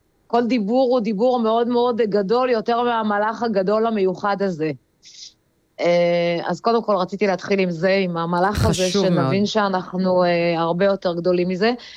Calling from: Ukraine; מאוקראינה.

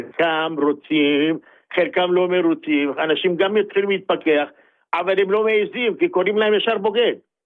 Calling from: Tel Aviv, Tel Aviv District, Israel

